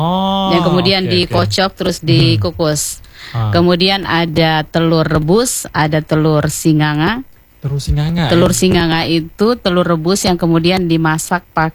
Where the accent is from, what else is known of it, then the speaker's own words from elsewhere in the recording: Latompe, Indonesia; born there; Jadi Latompe itu adalah desa kelahiran saya.